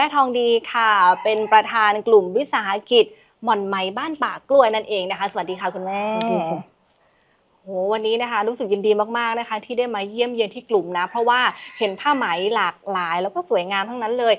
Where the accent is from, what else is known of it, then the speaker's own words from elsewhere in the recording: Chumphon, Thailand; อ๋อเขานึกว่าเราเป็นคนใต้เพราะเรามาจากชุมพร